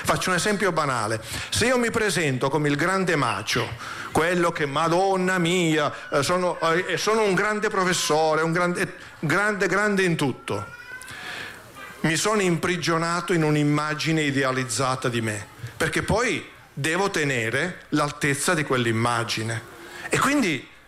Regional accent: Sicily, Italy; io vengo dalla Sicilia, da una famiglia contadina

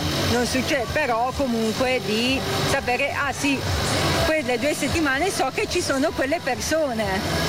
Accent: Desenzano del Garda, Lombardy, Italy; ho 33 anni e vengo da Desenzano.

